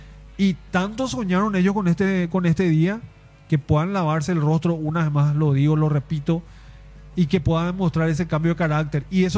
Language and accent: Spanish; Paraguay